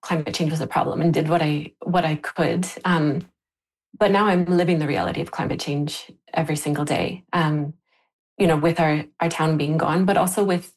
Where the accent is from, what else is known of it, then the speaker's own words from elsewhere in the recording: Lytton, British Columbia, Canada; I grew up in Lytton and was here kind of off and on for most of my adult life and settled down here.